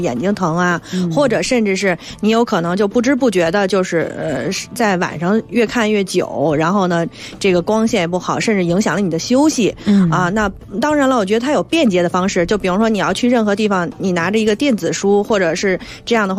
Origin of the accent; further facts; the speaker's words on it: Beijing, China; moved away; 我从小出生在海淀中关村